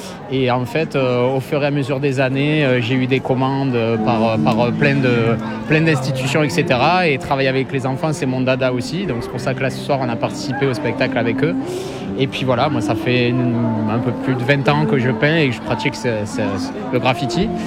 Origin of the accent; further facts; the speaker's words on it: Perpignan, Occitanie, France; moved away as an adult; now in Boulazac, France; je me suis marié avec une Sarladaise, ce qui m'a fait venir de mon beau pays catalan de Perpignan. Voilà, c'est pour ça que j'ai atterri ici.